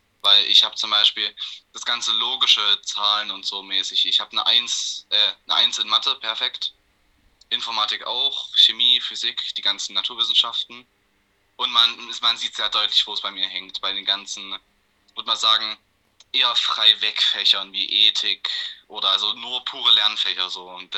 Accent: Kransal, Saxony, Germany; Ich komme aus Kransal, Deutschland.

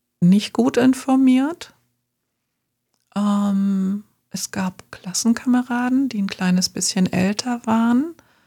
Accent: Thuringia, Germany; also ich bin in Thüringen aufgewachsen, in so einem klitzekleinen Dorf auf einem Bauernhof.

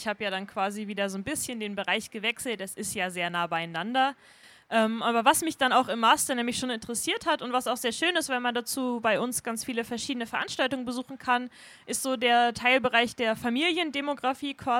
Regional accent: Rostock, Mecklenburg-Vorpommern, Germany; ich komme aus Rostock, auch ursprünglich born and raised quasi. Ich war zwischendurch mal ein Jahr weg während der Schulzeit im Ausland und habe dann nach dem Abi aber gedacht, oh, ich will eigentlich echt gerne in Rostock bleiben

